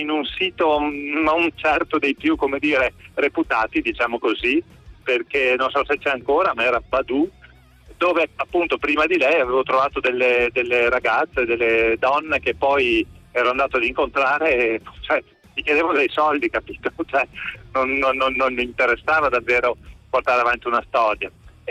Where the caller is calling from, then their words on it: Verona, Veneto, Italy; Ma io sono di Verona, sono un ingegnere elettronico